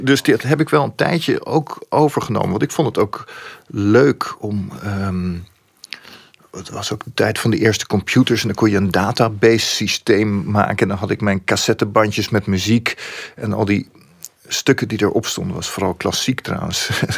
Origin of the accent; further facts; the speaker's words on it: Leiden, South Holland, Netherlands; Ik groeide op in Leiden.